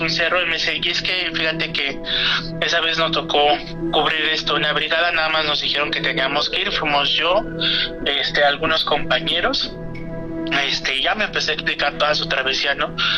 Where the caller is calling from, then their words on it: Mexico City, Mexico; De aquí de la Ciudad de México y de la Gustavo Madero.